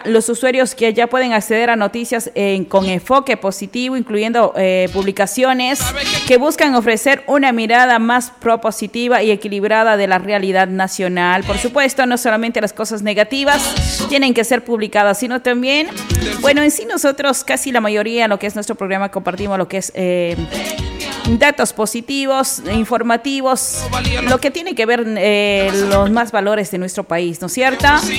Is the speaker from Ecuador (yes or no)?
yes; Ecuador; presupuesto importante para nosotros como ecuatorianos